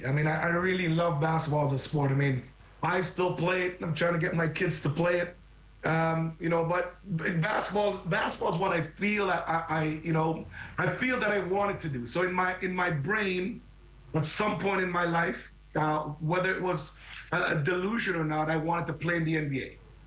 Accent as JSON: {"language": "English", "country": "Jamaica", "tie": "born there", "said": "I was born in Jamaica. And so in Jamaica, when you're in, you know, grade one, grade two"}